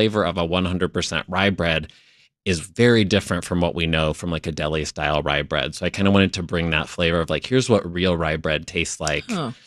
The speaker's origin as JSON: {"language": "English", "region": "Indiana", "country": "United States", "moved": "yes", "lives_now": "Chicago, United States", "said": "I'm from Indiana originally, but I've lived here for a long time."}